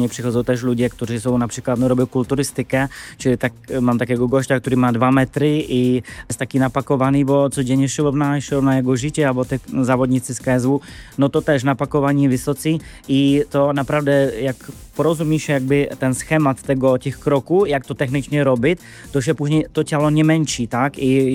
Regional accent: Czechia; first language Czech; Polish is a second language; moved away as an adult; now in Warsaw, Poland; Przepraszam za mój polski, bo ja jestem z Czech, pochodzę z Czech, ale mieszkam 7 lat w Warszawie, więc się uczę polski język.

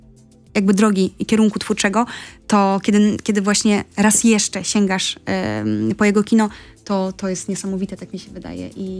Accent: Subcarpathian Voivodeship, Poland; Też jestem z Podkarpacia

